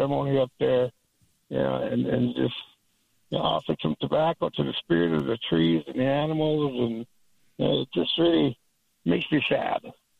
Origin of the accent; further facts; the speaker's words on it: Whitewater Reservation, Minnesota, United States; Yeah, I live up in Duluth, Minnesota. I'm originally from the Whitewater Reservation up in Minnesota